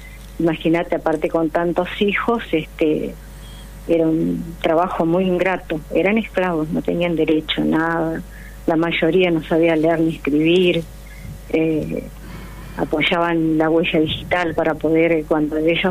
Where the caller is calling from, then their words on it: Adrogué, Buenos Aires Province, Argentina; yo vivo en Adrogué.